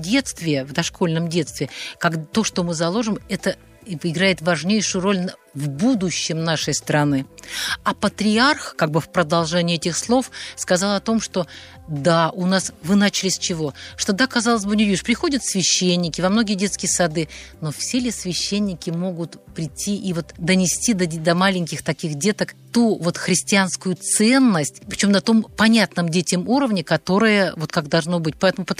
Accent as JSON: {"language": "Russian", "country": "Belarus", "said": "Мы, кстати, тоже с Белоруссии."}